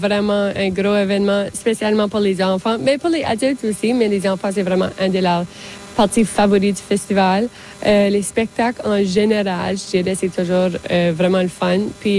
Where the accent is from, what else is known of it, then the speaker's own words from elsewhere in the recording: Acadia, Canada; Alors, je pense que c'est vraiment important de se souvenir qu'on est acadien, notre culture est acadienne. Alors, au fond, notre cœur est acadien.